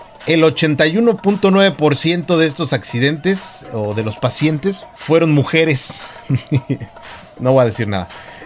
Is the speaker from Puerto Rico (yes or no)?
no; Mexico; sí, como los mexicanos, ¿no? Que somos sí. Bien expertos en abrir un aguacate.